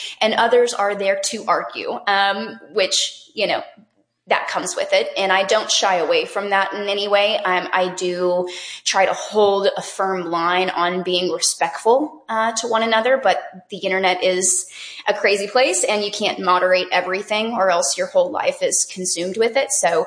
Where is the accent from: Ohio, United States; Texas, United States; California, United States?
Texas, United States; now in Alabama, United States; Yes, I was born and raised in Texas. I'm now in Alabama.